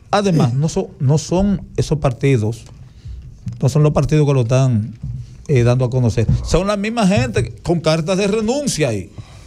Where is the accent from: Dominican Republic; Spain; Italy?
Dominican Republic; somos dominicanos todos